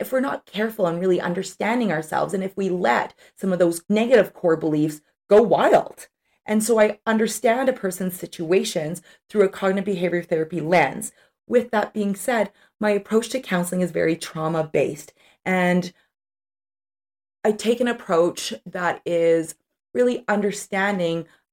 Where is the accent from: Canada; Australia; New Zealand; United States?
Canada; North Vancouver, British Columbia; despite growing up in North Vancouver